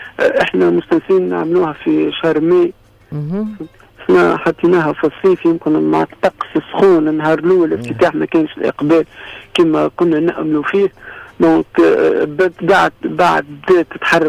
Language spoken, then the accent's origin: Arabic; Tunisia; بلادنا تونس في الجمهورية التونسية